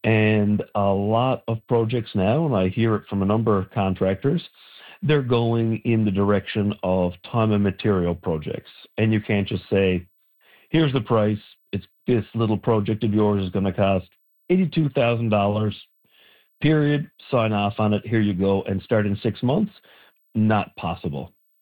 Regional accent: Newfoundland and Labrador, Canada; rural Newfoundland. We're proud of being Canadian, being Newfoundlanders.

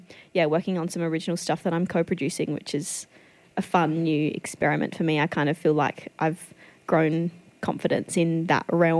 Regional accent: Kadina, South Australia, Australia; I grew up in Kadena on the York Peninsula, and then went to boarding school, and then went to uni.

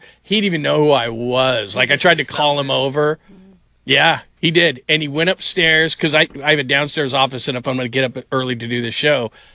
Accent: California, United States; born or raised there

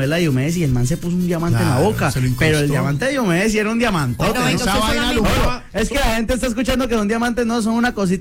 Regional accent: Caquetá, Colombia; born there; Y nací en el Caquetá, entonces no, esa mezcla de culturas ahí me tiene.

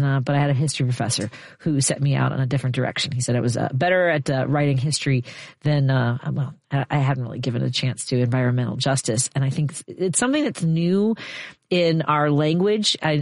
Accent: Chicago, Illinois, United States; I grew up in Chicago

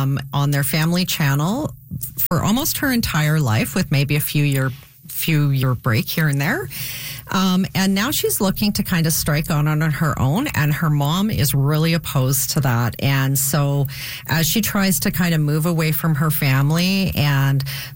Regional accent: Winnipeg, Manitoba, Canada; I'm from Manitoba, I'm from Winnipeg.

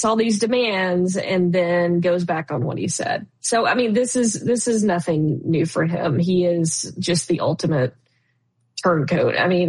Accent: Texas, United States; I mean, because I am originally from Texas, Cornyn had been in office for as long as I can remember.

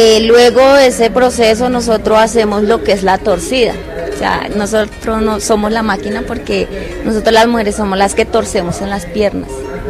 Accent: Nazareth, Amazonas, Colombia; Bien, entonces vengo del Amazonas, específicamente del resguardo indígena en Nazaret.

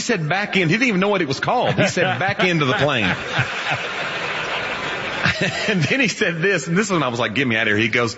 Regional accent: the South, United States; accent: Southern; And I'm from the South, too, so people think if you hear a Southern accent, they immediately, like, start deducting IQ points.

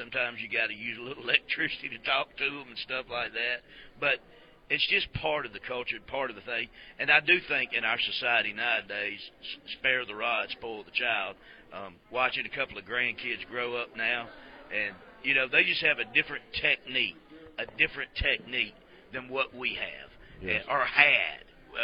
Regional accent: Montgomery, Alabama, United States; I grew up in Montgomery, in the city, on the south side of Montgomery.

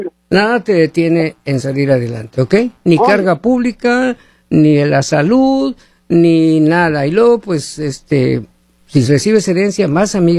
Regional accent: Hermosillo, Sonora, Mexico; a mí me hablan allá de mi tierra Hermosillo, Sonora, México, me dicen, ay, qué frío, andamos aquí. Y yo que vivo aquí donde está la nieve

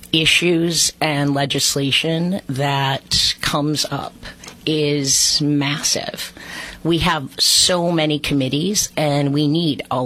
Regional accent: Ottawa, Ontario, Canada; I was born and raised in Ottawa. My mom's family has been farming in the Wallace-Waltham region for over 200 years.

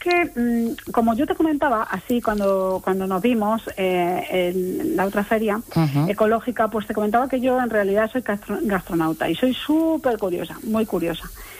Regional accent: Toledo, Castilla-La Mancha, Spain; born there; Eso también es un guiño a mi tierra. Yo nací en Toledo y, bueno, el mazapán en Toledo, pues claro.

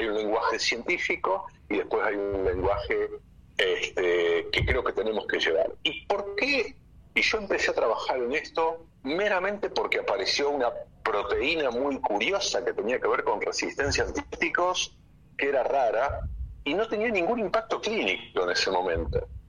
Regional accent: Rosario, Santa Fe, Argentina; estar acá en Rosario, Santa Fe, Argentina. Yo soy de Rosario y elegí volver acá.

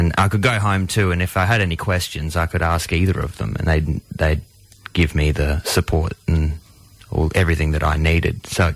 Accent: Brisbane, Queensland, Australia; All pretty much in Brizzy, in Mugajan. So we were always, except for like one stint over in the US, we did like 3 months or 4 months over in Nashville, Tennessee, I was 12 years old.

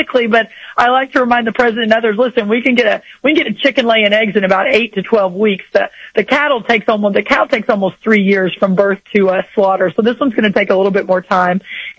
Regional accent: Texas, United States; and I'm from Texas, so for your southern listeners

